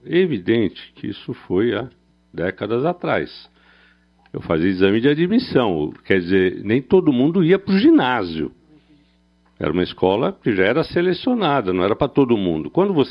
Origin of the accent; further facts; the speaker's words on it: São Paulo, Brazil; Apesar de ter essa cara de Moema, eu sou do Capão Redondo, do Campo Limpo com Capão Redondo. Então, minha vida foi escola pública